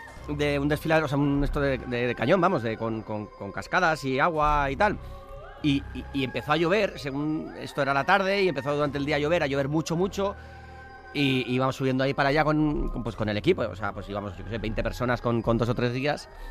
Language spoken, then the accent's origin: Spanish; San Sebastián, Basque Country, Spain